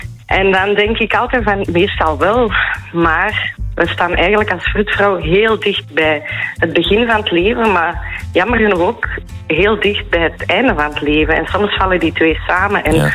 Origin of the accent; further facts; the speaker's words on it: Flanders, Belgium; now in Ostend, Belgium; ik ben uit de Kempen afkomstig en ik ben verhuisd naar Oostende om daar vroedvrouw te zijn